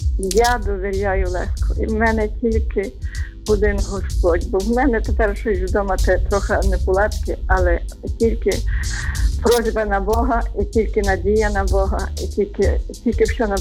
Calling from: Lviv, Lviv Oblast, Ukraine; бо я з Львова телефоную

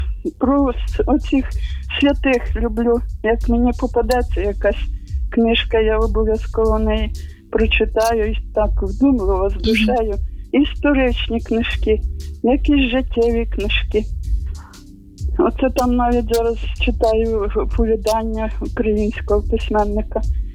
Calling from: Zhytomyr Oblast, Ukraine; Дзвоню я перший раз до вас з Житомирщини.

